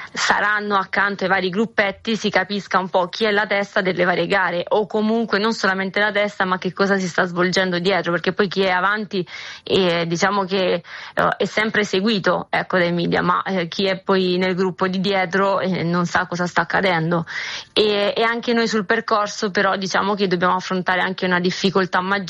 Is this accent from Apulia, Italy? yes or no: yes; Mottola, Apulia, Italy; moved away as an adult; now in Ostia, Italy; le origini e l'essere pugliese